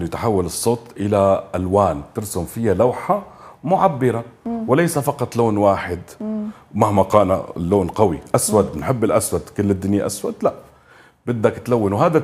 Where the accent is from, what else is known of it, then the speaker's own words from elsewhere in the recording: Syria; بالنهاية نحن موجودين سوريين منحب هاي البلد كتير